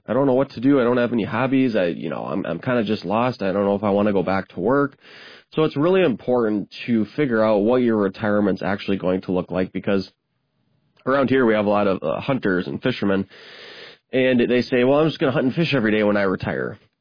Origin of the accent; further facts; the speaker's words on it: Midwest, United States; growing up in the Midwest here my whole life